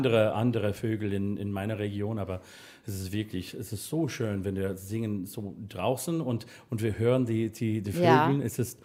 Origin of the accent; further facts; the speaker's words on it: Vienna, Austria; accent: Viennese; now in Berlin, Germany; Jahre in Berlin. So. Mhm. Ja, manchmal das Wienerisch kommt da draußen so.